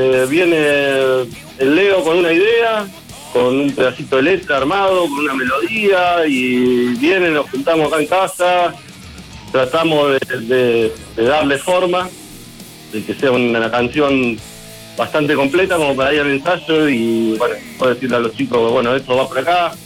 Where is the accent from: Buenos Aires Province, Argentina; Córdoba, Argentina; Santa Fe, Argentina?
Santa Fe, Argentina; Arroyo Seco; Somos todos de Arroyo, sí.